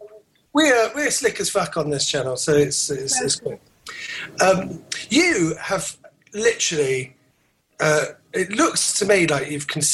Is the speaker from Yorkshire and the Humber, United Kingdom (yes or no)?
no; London, United Kingdom; I grew up in London